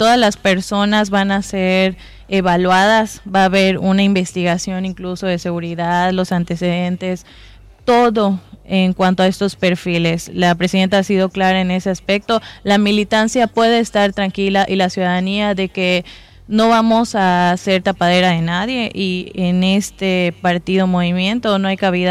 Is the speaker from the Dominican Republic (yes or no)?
no; Mérida, Yucatán, Mexico; Yo soy del sur de Mérida